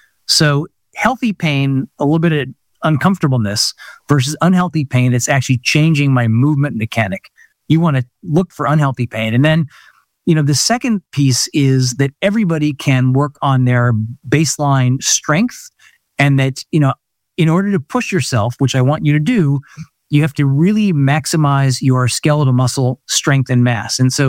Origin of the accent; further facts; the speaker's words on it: Kansas City, United States; now in New York City, United States; my hometown of Kansas City.